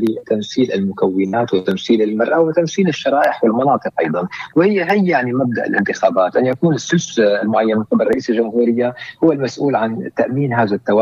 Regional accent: Syria; تجمعنا جميعا كسوريين

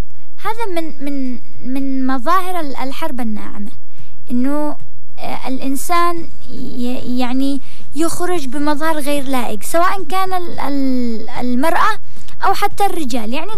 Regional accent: Yemen; عندنا في اليمن

